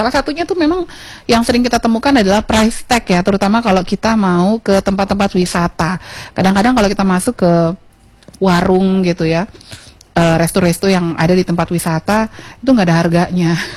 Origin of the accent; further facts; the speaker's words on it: Lombok, West Nusa Tenggara, Indonesia; komentar ini bukan komentar dari saya warga Lombok